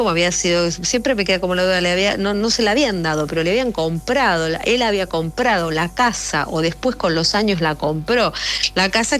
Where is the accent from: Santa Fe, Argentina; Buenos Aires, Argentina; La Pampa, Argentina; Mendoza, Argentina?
Buenos Aires, Argentina; Yo soy de Barracas.